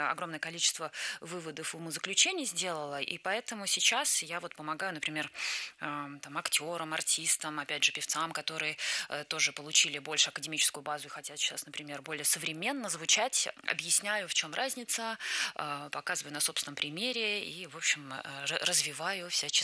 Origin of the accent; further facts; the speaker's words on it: Moscow, Russia; also born or lived in Saint Petersburg; Я родилась в Санкт-Петербурге, в семье военного и преподавателя французского языка. Но в самом таком раннем возрасте мы переехали в Москву, и, в общем-то, я считаю себя в каком-то смысле москвичкой.